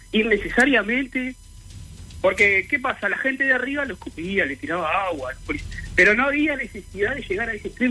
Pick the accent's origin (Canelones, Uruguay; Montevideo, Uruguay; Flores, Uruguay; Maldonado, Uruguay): Montevideo, Uruguay; moved away as an adult; now in Uruguay (interior); Yo soy del interior, o sea, sí, si bien me crié en Montevideo, hace años vivo en el interior